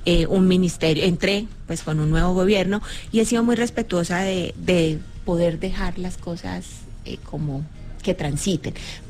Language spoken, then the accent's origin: Spanish; Yacopí, Cundinamarca, Colombia; Y en este transitar de mi vida, crecí en Yacopí, Cundinamarca, que también queda a 6 horas